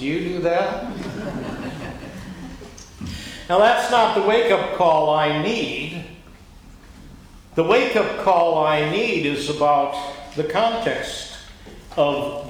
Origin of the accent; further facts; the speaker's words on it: Waverly, Iowa, United States; now in Minnesota, United States; When I grew up in Waverly, we never talked about Iowa nice.